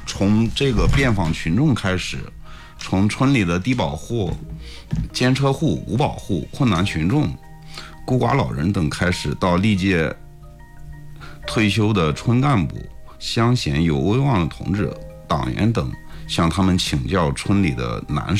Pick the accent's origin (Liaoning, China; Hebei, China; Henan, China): Henan, China; Qinyang; 我老家是咱胶州沁阳的，豫北的，也是农村的。从小在村里面生活时间短